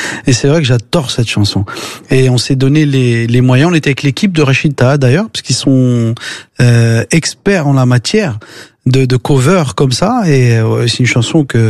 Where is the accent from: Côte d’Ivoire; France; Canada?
France; moved away as an adult; now in Marrakech, Morocco; je suis un Français, j'adore la France, j'adore Paris. Et d'ailleurs, en habitant, c'est-à-dire au Maroc, à Marrakech, je me suis rendu compte vraiment l'importance et l'amour que j'ai pour la France.